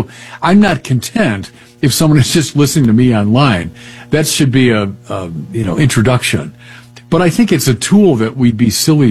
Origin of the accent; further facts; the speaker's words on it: Midwest, United States; This is like coming home to me because I'm a Midwesterner.